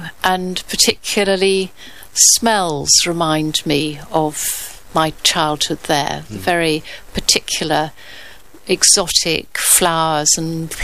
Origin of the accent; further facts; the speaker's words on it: Bournemouth, South West England, United Kingdom; born there; I was born in Bournemouth, and my father was in the RAF, and both his family and my mother's family came from Bournemouth.